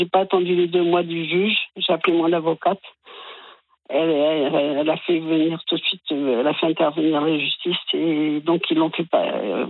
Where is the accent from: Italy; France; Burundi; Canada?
Italy; je reprenne mon nom de jeune fille, parce que je suis italienne … que je reprenne mon nom de jeune fille.